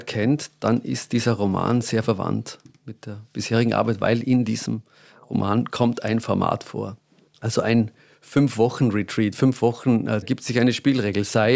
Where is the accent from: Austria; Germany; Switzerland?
Austria; Wenn ich das als Österreicher schreibe, hat das auch etwas Politisches.